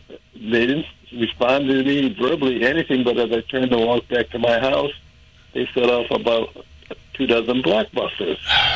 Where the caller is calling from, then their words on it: Boston, Massachusetts, United States; I live in the Hyde Park section of Boston.